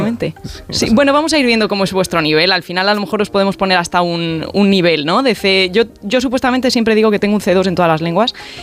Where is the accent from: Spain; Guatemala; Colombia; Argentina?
Spain; Guadalajara; born there; Nací en Guadalajara.